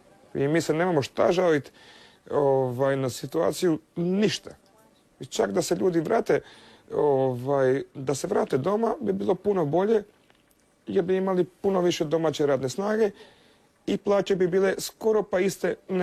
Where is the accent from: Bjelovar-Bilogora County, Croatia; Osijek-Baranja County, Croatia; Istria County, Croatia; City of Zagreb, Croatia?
Osijek-Baranja County, Croatia; Osijek; Kod nas u Osijeku